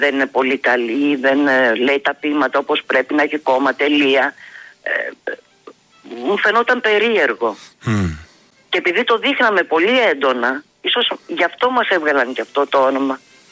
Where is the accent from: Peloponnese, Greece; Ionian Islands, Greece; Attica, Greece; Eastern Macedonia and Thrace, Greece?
Ionian Islands, Greece; Kefalonia; είμαι από την Κεφαλονιά, από το Ιόνιο.